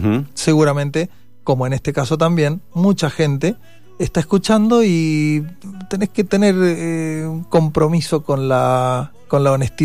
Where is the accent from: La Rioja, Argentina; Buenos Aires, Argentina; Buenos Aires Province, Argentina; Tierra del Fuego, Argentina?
La Rioja, Argentina; Chilecito; Yo me crié en Chilecito, en La Rioja.